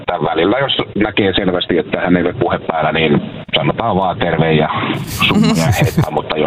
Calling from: Heinola, Päijät-Häme, Finland; Heinolassa.

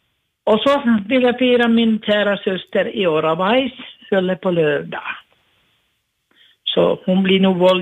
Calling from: Kronoby, Ostrobothnia, Finland; från Krumby.

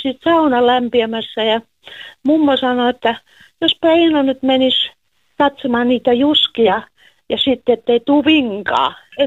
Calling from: Karelia, Finland; Mä oon karjalainen ja hän on savolainen.

